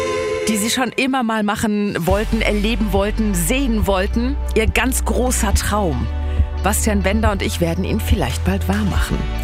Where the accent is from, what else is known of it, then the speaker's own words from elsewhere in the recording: Dülmen, North Rhine-Westphalia, Germany; Günni, Grüße in meine alte Heimat nach Dülmen, Grüße nach Buldern.